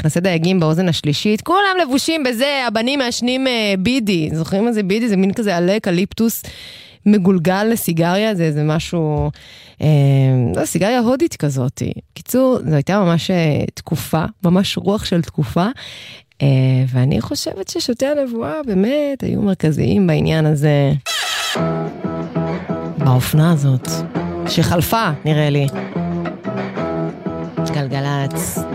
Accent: Modiin, Central District, Israel; אני גדלתי במודיעין, כן? הקשר בינינו לבין כל עולם הרוח היה מאוד, מאוד זניח

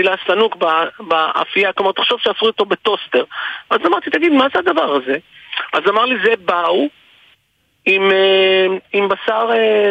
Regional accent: Givatayim, Tel Aviv District, Israel; אני גדלתי בדרום גבעתיים. את שנות הילדות שלי והנערות שלי עברתי שם, קצה שנות הנערות שלי עברתי שם

